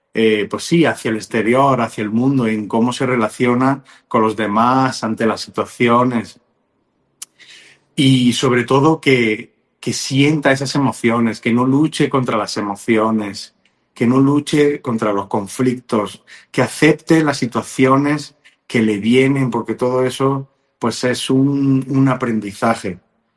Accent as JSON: {"language": "Spanish", "country": "Spain", "lives_now": "Mexico", "said": "desde aquí, desde México, aunque soy de España, pero resido aquí en México"}